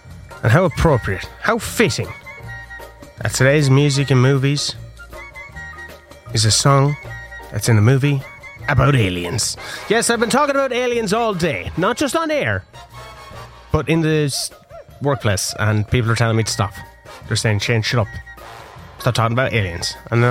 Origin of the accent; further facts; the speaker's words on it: Ireland; as a teenage lad growing up in Ireland